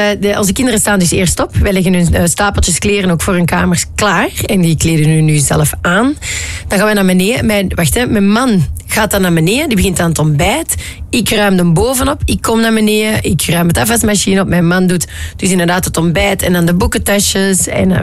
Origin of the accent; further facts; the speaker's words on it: Netherlands; En voor de rest ben ik een Nederlander, in hart en nieren.